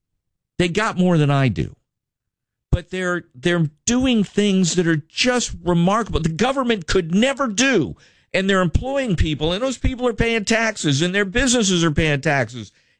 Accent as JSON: {"language": "English", "town": "Merritt Island", "region": "Florida", "country": "United States", "tie": "born or raised there", "said": "I grew up on Merritt Island. It's just south of KSC."}